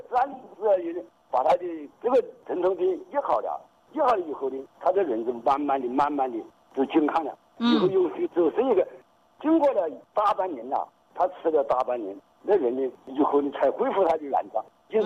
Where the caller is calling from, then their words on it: China; 我是金山人。